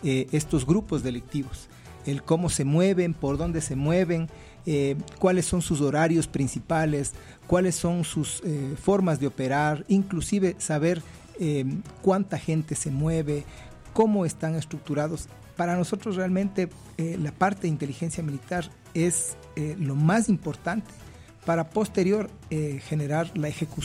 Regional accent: Ecuador

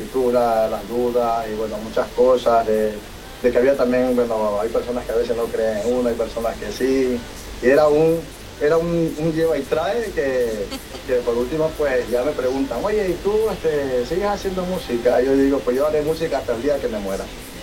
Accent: Ecuador; now in Spain; soy ecuatoriano de corazón.

